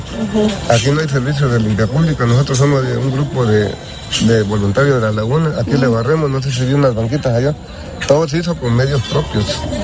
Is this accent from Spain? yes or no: no; Veracruz, Mexico; yo soy de aquí de Veracruz